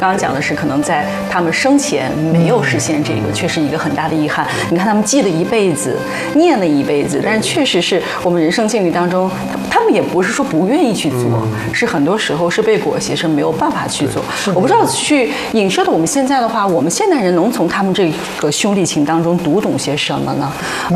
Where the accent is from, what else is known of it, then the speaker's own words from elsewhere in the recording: China; 我们中国人为什么这么去念这种亲情、友情、爱情